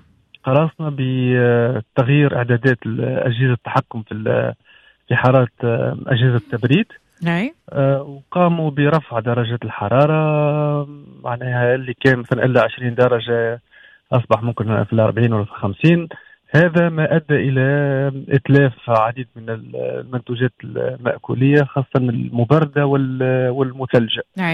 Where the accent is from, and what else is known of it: Tunisia